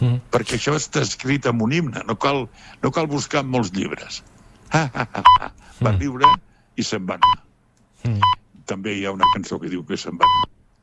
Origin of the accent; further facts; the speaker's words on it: Sant Joan de les Abadesses, Catalonia, Spain; era la segona d'un partit polític que no mana amb el meu poble, que és Sant Joan de les Abadesses, però que està molt pròxim.